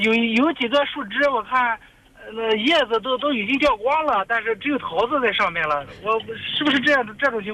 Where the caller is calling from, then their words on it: Zibo, Shandong, China; 我是淄博。